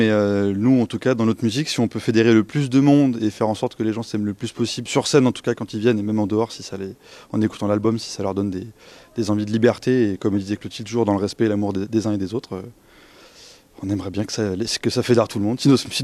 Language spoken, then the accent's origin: French; Nantes, Pays de la Loire, France; On vient de Nantes.